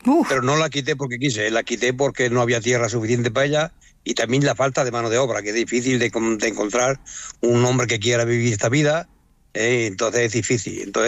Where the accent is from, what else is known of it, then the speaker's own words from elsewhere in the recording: Extremadura, Spain; Yo soy de Extremadura, ¿no? En mi casa, en Extremadura, hay una finca